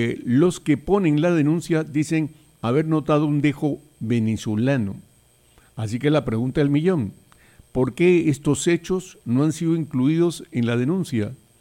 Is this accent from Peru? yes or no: yes; Peru